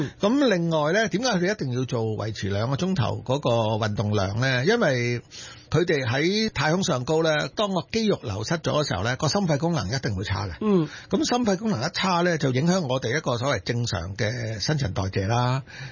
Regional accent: Hong Kong; 我们香港人

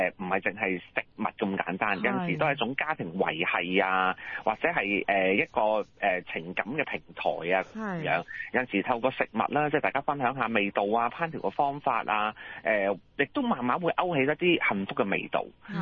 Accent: China; 其實我哋中國人呢，即係正所謂民以食為天啦

